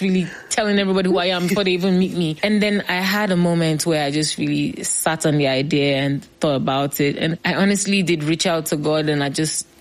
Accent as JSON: {"language": "English", "country": "Nigeria", "said": "Because it wasn't logical for me. We come from Nigeria now. Who wants to be a musician?"}